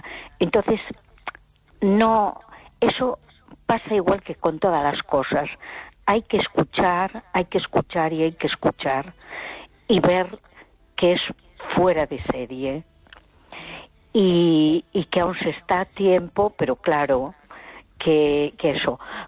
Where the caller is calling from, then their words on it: A Coruña, Galicia, Spain; de Coruña.